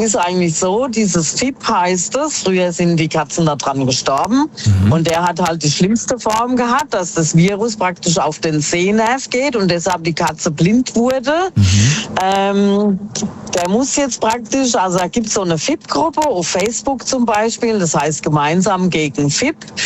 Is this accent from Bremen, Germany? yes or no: no; Miltenberg, Bavaria, Germany; Ja, ich komme aus dem Raum Miltenberg.